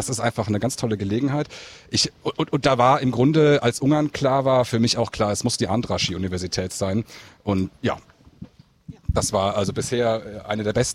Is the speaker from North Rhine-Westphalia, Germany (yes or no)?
no; Würzburg, Bavaria, Germany; moved away as an adult; also born or lived in Eichstätt; Also ich bin gebürtiger Würzburger